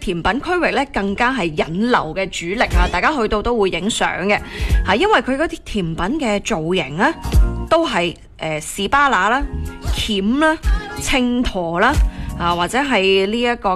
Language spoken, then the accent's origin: Cantonese; Guangdong, China; 我哋广东人其实喺血脉当中咧，对于五金店咧或多或少都会好有记忆点啊